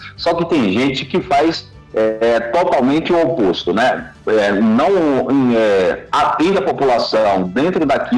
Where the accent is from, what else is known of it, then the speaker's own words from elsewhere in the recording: Bahia, Brazil; mais no baixo sul da Bahia, de onde eu sou oriundo